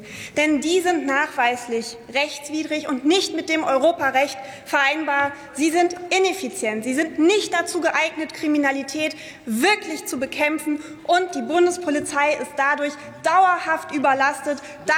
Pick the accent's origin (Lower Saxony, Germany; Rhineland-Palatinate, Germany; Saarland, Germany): Saarland, Germany; als Saarländerin bin ich selbst in einer Grenzregion aufgewachsen.